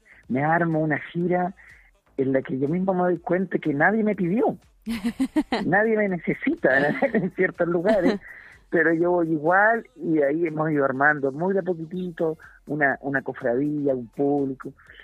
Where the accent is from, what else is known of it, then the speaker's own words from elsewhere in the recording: Chile; accent: Chilean; el tonito también que dicen que tenemos los chilenos y que tengo yo